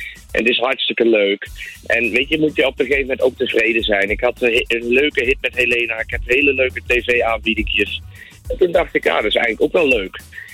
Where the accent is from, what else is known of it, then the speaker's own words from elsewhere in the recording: Tiel, Gelderland, Netherlands; born there; now in Brabant, Netherlands; Ik woon nu in Brabant, maar ik blijf natuurlijk altijd. Dat kan niet anders. Want ja, weet je, op mijn geboorteakte staat het gewoon. Ik ben in Tiel geboren en dat is toch Gelderland.